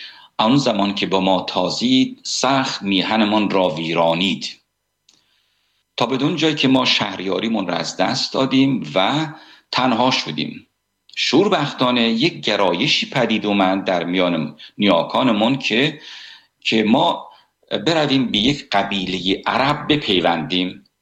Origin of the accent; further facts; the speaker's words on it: Iran; من ایرانی هستم